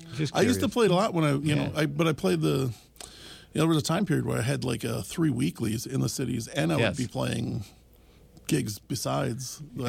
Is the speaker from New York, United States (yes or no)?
yes; Buffalo, New York, United States; born or raised there